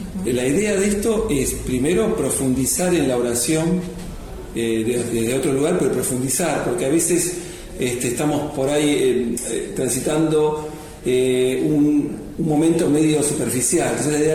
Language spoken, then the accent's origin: Spanish; Buenos Aires, Argentina; moved away; Yo soy de Buenos Aires, yo empecé en la parroquia de mi barrio, que era San Miguel Arcángel